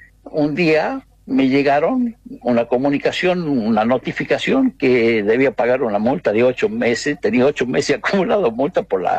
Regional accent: Argentina; Claro que soy argentino.

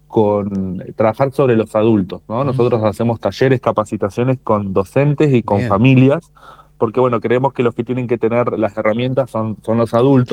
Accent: Santa Fe, Argentina; soy santafesino.

